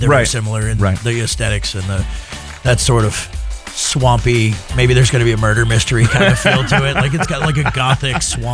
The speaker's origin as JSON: {"language": "English", "region": "Florida", "country": "United States", "said": "I'm from Florida"}